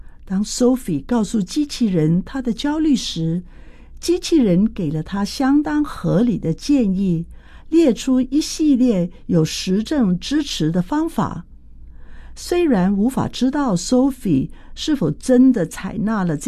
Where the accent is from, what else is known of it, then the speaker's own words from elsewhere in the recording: Guangdong, China; 我们广东人说的“平靓正”，就是便宜、漂亮、很棒的意思。